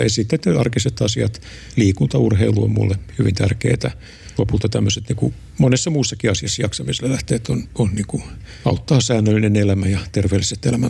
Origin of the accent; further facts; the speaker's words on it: Vaasa, Ostrobothnia, Finland; Vaasahan on mun kotikaupunki, että mä oon syntynyt ja kasvanut siellä.